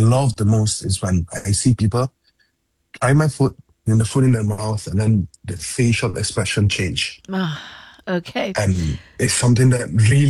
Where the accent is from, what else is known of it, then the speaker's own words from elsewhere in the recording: Genoa, Liguria, Italy; now in Singapore; In my hometown is Genova.